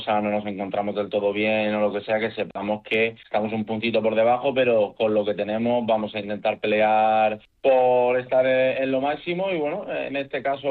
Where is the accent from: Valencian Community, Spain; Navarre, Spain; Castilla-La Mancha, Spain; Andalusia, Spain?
Valencian Community, Spain; Torrevieja; Por ejemplo, en Torrevieja, que es de donde yo soy